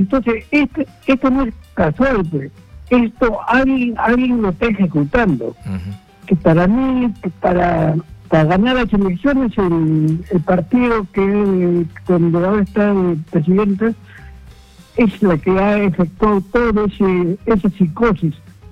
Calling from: Lima, Peru; de San Martín de Corre.

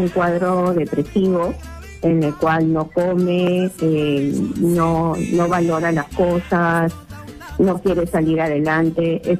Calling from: Lima, Peru; Cercado de Lima.

